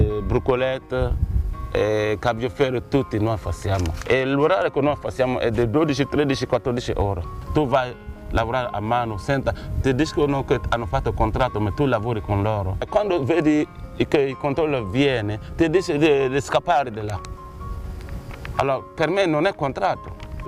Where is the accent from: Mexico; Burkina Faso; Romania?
Burkina Faso; Italian is a second language; now in Italy; vengo da Burkina Faso.